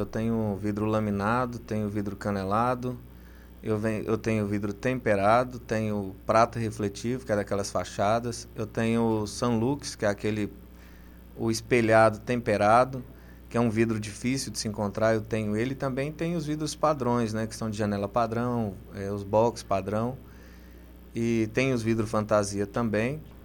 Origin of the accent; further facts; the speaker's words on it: Goiás, Brazil; moved away as an adult; now in Barra do Garças, Brazil; sou de Goiás, né?